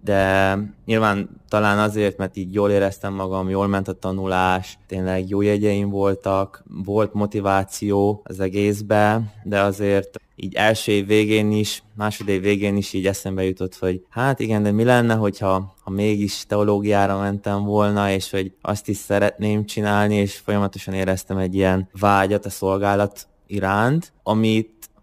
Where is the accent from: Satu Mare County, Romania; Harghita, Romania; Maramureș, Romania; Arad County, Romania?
Maramureș, Romania; Coltău; moved away as an adult; also born or lived in Târgu Mureș, Romania; now in Szeged, Hungary